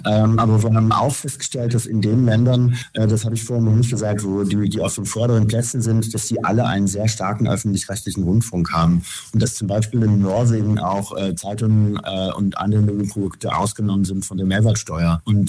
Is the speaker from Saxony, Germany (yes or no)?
yes; Saxony, Germany; Ich bin ja gebürtiger Sachse und habe auch in Sachsen berichtet